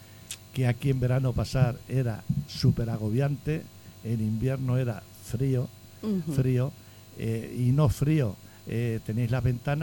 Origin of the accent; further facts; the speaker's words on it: Miguelturra, Castilla-La Mancha, Spain; me despido de vosotros y de los Miguel Turreños, vecinos de mi pueblo